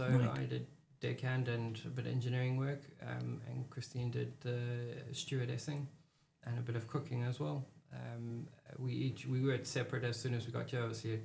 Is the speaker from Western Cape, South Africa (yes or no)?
no; Durban, KwaZulu-Natal, South Africa; moved away as an adult; now in Mallorca, Spain; I'm from a town in South Africa called Durban. Born and raised there.